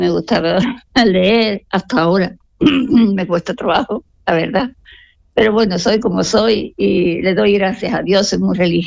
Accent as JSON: {"language": "Spanish", "town": "Tarifa", "region": "Andalusia", "country": "Spain", "lives_now": "Algeciras, Spain", "said": "Yo soy de Tarifa, hija. Yo nací en Tarifa, pero vivimos ahora en Algeciras, ¿no?"}